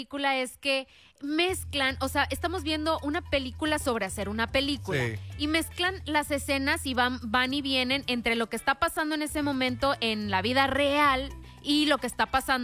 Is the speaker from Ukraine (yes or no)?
no; Mexico; lo que nos distingue como mexicanos.